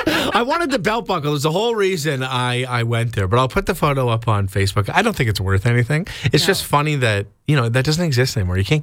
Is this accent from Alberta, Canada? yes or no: no; Waterloo, Ontario, Canada; now in Barrie, Canada; I had to travel back to my hometown, Waterloo